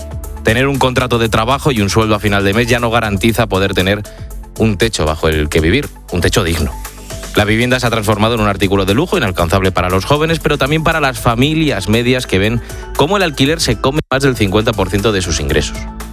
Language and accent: Spanish; Spain; yo como tantos españoles no me chupo el dedo.